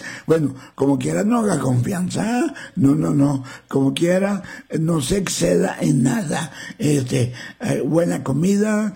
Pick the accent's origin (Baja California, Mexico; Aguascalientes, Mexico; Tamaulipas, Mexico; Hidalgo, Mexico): Tamaulipas, Mexico; San Fernando; now in Bossier City, United States; venía, soy de San Fernando, Tamaulipas, pero vivo en Brossier City, Luisiana.